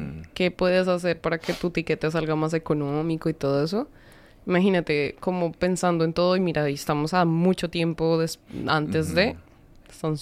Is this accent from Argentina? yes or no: no; Colombia; O sea, yo toda mi vida viví en Colombia, no tenemos estaciones, son las vacaciones de mitad de año, duran 3 semanas